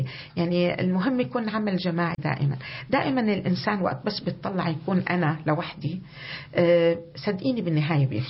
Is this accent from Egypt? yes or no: no; Syria; now in Australia; أنا كسورية أسترالية